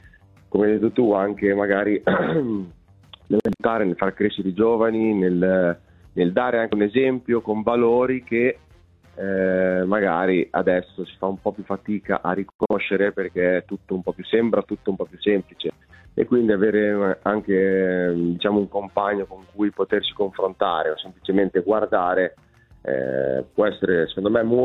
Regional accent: Ravenna, Emilia-Romagna, Italy; perché alla fine io sono di Ravenna, quindi sono sempre a stretto contatto

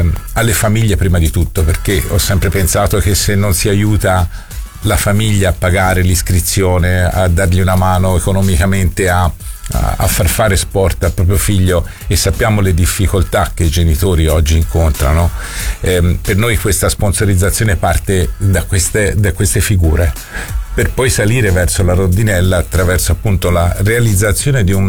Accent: Rosignano Marittimo, Tuscany, Italy; also born or lived in Florence; Io premetto che non sono fiorentino, sono stato adottato da Firenze e amo questa città, la frequento da quando avevo 14 anni, che facevo forca a scuola e venivo da Rosignano a Firenze

